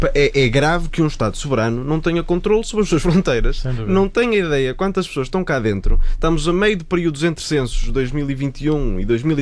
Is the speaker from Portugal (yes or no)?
yes; Porto, Norte, Portugal; now in Lisbon, Portugal; eu venho do Porto, cheguei a Lisboa